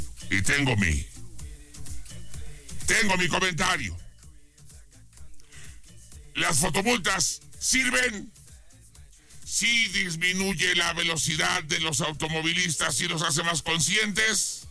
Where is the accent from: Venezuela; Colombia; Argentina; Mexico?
Mexico; Guadalajara, Jalisco; now in Aguascalientes, Mexico; tengo ganas de ir a mi tierra